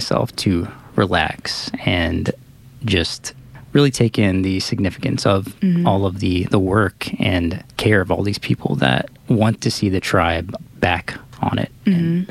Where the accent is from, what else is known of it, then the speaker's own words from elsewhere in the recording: Virginia, United States; Like, I grew up just around the James River, so I would be like forced to go with family and friends to that river.